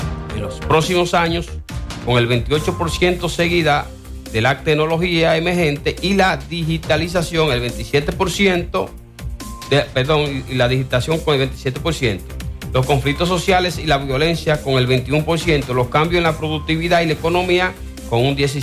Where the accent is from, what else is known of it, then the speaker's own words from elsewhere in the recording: Dominican Republic; nosotros como dominicanos